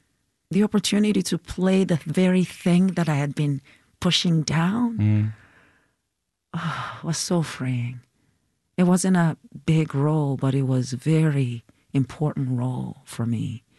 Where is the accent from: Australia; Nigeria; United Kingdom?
Nigeria; has always been trying to suppress my Nigerian-ness, my act, because they were complaining about my accent.